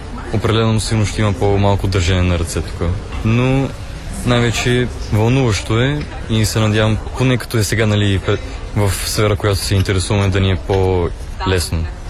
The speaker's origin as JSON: {"language": "Bulgarian", "town": "Plovdiv", "region": "Plovdiv Province", "country": "Bulgaria", "said": "Ние двамата сме от Пловдив."}